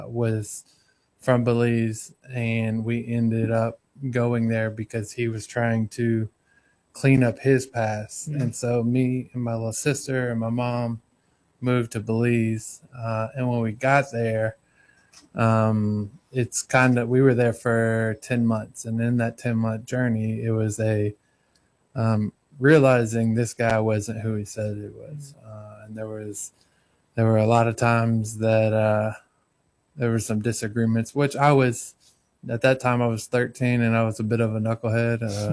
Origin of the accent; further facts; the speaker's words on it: Miami, Florida, United States; Cause I grew up in Miami where, as a youth